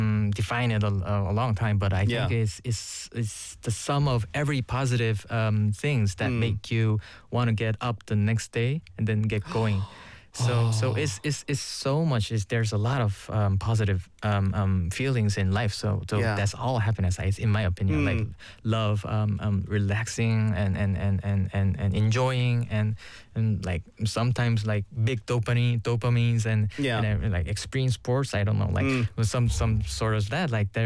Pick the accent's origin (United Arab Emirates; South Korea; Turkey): South Korea; English is a second language